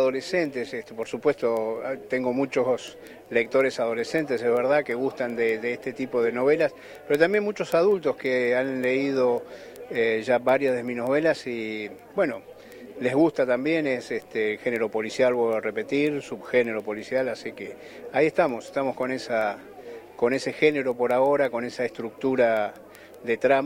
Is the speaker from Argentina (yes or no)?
yes; Puerto Santa Cruz, Santa Cruz, Argentina; Yo vengo de Puerto Santa Cruz